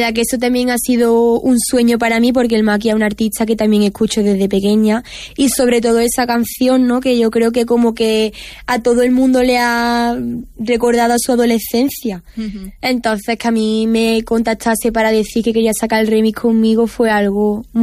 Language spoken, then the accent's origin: Spanish; Antequera, Andalusia, Spain; yo llevo Antequera por bandera porque al final la tierra que me ha visto crecer. Aquí están mis raíces